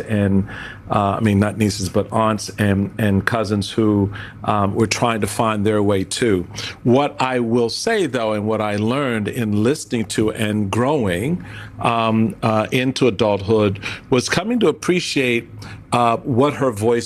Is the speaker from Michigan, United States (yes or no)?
no; Washington, District of Columbia, United States; growing up in Petworth in Washington, D.C., with a black mother who worked in a laundry